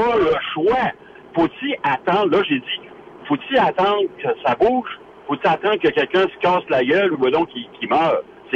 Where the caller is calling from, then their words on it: Quebec, Canada; je viens de la Rive-Sud